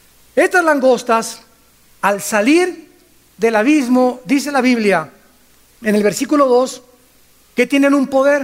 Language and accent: Spanish; Acapulco, Guerrero, Mexico; born or raised there